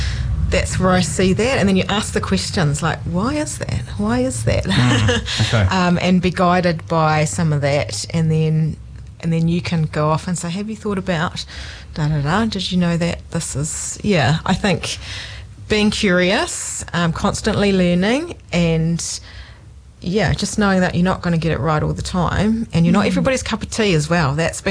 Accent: Doubtless Bay, Northland, New Zealand; moved away as an adult; also born or lived in Kaitaia / Auckland; now in Taranaki, New Zealand; my family are originally from down here, but they moved away and I was born in Kaitaia grew up in Doubtless Bay in Northland.

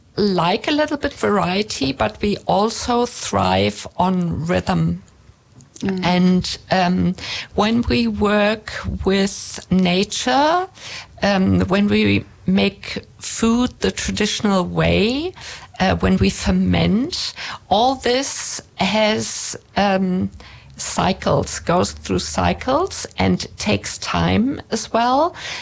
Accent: Germany; accent: German

